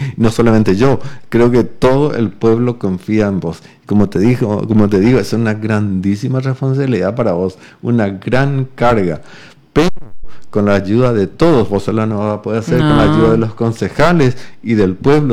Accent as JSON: {"language": "Spanish", "town": "Nueva Alborada", "region": "Itapúa", "country": "Paraguay", "said": "Realmente es impensable que nuestra querida Nueva Alborada todavía sea casi el tercer mundo."}